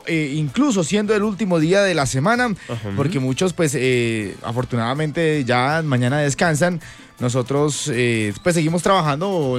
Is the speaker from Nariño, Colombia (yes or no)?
no; Tunja, Boyacá, Colombia; hoy vamos para Tunja, entonces necesito llegar a mi tierra natal, allí, bien elegante.